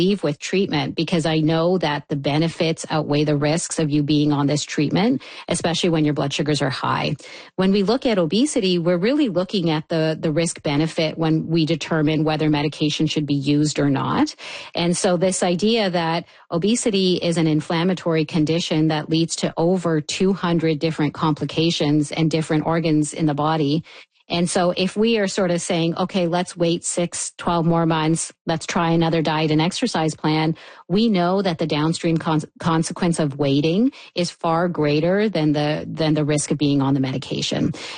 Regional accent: Canada

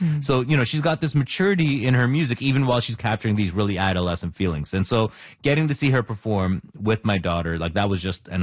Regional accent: Canada; I mean, what a time to be in the U.S. as a Canadian while Trump's waging this nonsensical war on us.

